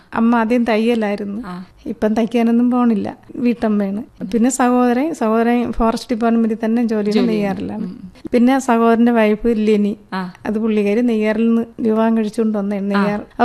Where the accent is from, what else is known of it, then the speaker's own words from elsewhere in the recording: Thiruvananthapuram district, Kerala, India; കാട്ടിലാണ് ജനിച്ചതും വളർന്നതും എല്ലാം കാട്ടിലാണ്. അഗസ്ത്യരൂപത്തിന്റെ താഴ്വരയിലാണ് പേപ്പാറ സ്ഥിതി ചെയ്യുന്നത്. അവിടെയുള്ള ഒരു വനത്തിലാണ് എന്റെ വീട്, മീനങ്കൽ പന്നിക്കുഴി എന്ന സ്ഥലത്താണ്.